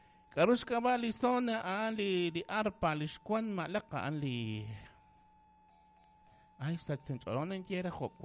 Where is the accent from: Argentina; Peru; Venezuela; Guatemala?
Guatemala; San Agustín, Petén; Yo soy de San Agustín Poctún.